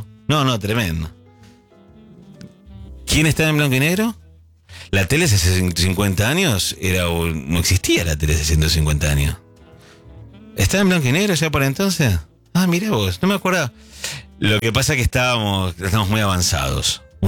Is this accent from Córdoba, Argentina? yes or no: no; Presidencia Roque Sáenz Peña, Chaco, Argentina; Yo también soy de Sáenz Peña.